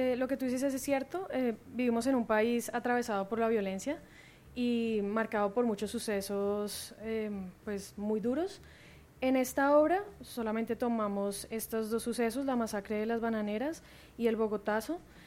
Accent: Colombia

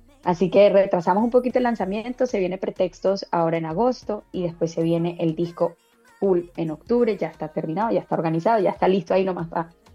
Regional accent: Colombia; moved away; que es algo que siempre he querido traer, mi Colombia conmigo.

